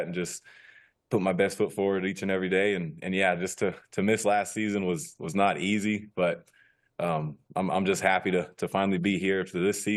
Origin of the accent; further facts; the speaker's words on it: California, United States; But growing up in California